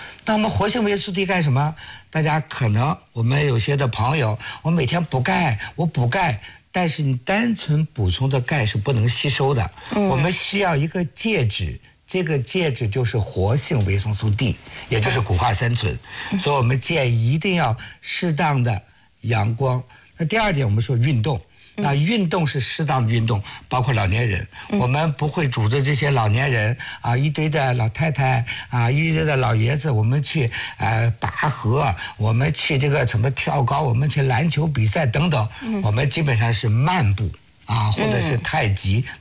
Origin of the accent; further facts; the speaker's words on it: China; 因为我们中国人跟西方人不一样啊，包括我是60年代出生，